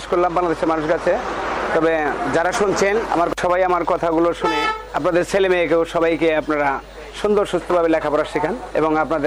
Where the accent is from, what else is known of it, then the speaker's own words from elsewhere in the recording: Manikganj District, Dhaka Division, Bangladesh; moved away; আমার বাড়ি মানিকগঞ্জ জেলা ঘিওর থানা।